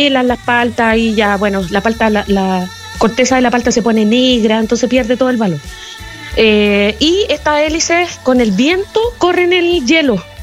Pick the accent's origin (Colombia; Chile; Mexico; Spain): Chile; La Cruz, Valparaíso; los que somos de la Cruz